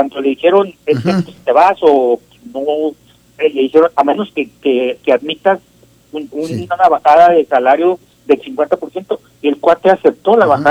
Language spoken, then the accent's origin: Spanish; Mexico